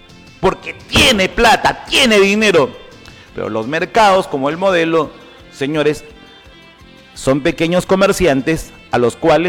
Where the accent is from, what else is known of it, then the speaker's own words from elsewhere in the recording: Huancabamba, Piura, Peru; now in Chiclayo, Peru; Yo nunca he negado de dónde soy. Yo soy de Huancabamba. Nunca he negado mi tierra. Pero vivo en Chiclayo. Aunque parezca mentira, el tiempo pasa rápidamente. En Chiclayo vivo 43 años de mi vida.